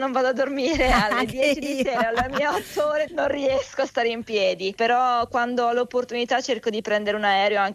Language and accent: Italian; Brescia, Lombardy, Italy; Vengo da Brescia, fortunatamente ho un aeroporto comodo, ma in caso dovessi rimanere a Cagliari